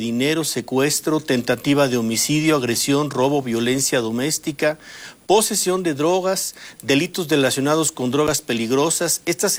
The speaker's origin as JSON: {"language": "Spanish", "country": "Mexico", "said": "tampoco tengo doble nacionalidad. Entonces, yo solamente soy mexicano."}